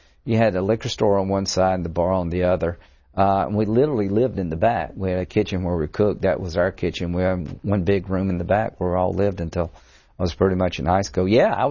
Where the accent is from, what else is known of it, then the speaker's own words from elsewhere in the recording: Central, South Carolina, United States; Yeah, I grew up in Central, a small cotton mill town.